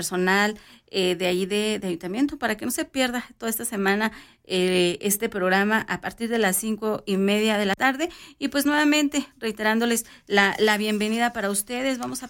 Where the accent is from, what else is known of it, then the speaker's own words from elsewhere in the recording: Mexico; nosotros como buenos mexicanos